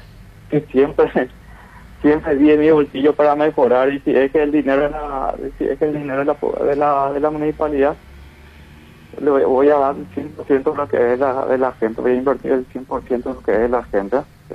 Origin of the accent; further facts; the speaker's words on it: Hernandarias, Alto Paraná, Paraguay; somos prácticamente de la nueva generación. Y si es que nos cambiamos como hernandariense